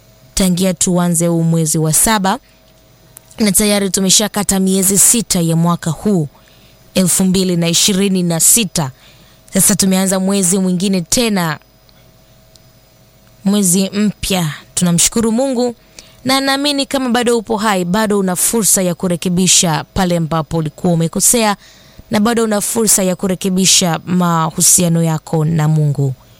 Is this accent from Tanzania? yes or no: yes; Nyamikoma, Simiyu, Tanzania; natokea Nyamikoma, mkoa wa Simiu.